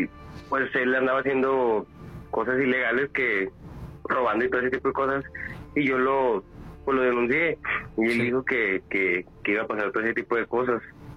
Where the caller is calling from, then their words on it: Corona, California, United States; De acá, de Corona.